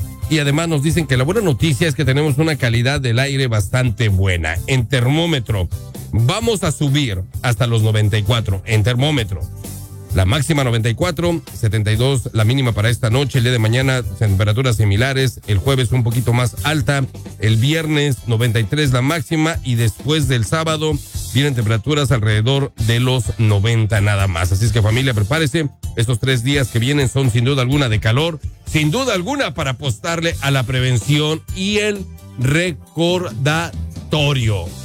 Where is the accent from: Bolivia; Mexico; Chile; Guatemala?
Mexico; parece ser que nosotros como mexicanos, septiembre, pues es un día en que ya se volvió un mes